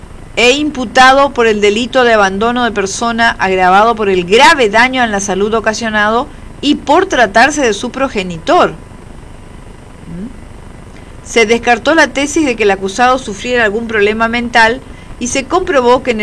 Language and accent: Spanish; Argentina; así somos los argentinos